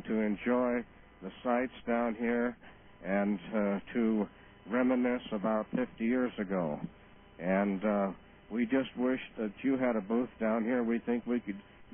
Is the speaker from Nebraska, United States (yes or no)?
yes; Nebraska, United States; Just like back in my hometown in Nebraska, they greet people with a smile.